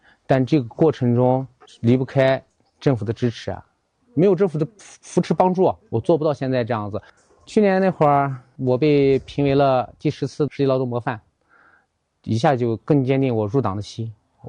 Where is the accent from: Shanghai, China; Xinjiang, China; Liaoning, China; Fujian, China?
Xinjiang, China; Urumqi County; 我是土生土长的乌鲁木齐县人